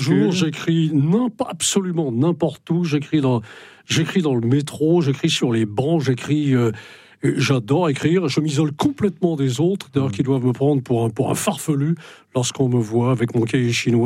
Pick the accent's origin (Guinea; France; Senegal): France; Brittany; Non, non, non, pas du tout, je ne suis pas breton de cœur, je suis breton.